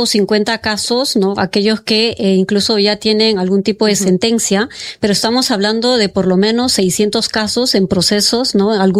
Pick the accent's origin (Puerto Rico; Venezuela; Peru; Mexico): Peru; Cayara, Ayacucho; el caso Cayara, que es el de mi pueblo